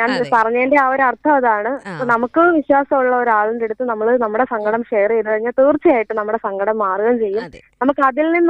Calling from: Kerala, India; ഞാനും അവക്കാവിന്ന് വിളിക്കുന്നു.

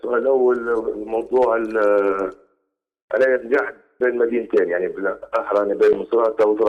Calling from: Tripoli, Tripoli District, Libya; أنا طبعا من طرابلس، كنت في طرابلس لكن نمشي يعني مصراتة مرات، بعد شهر مرات شهرين عندي بحكم شغل

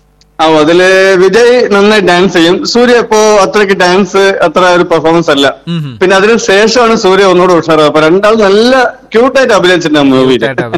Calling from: Malappuram, Kerala, India; Malappuram.

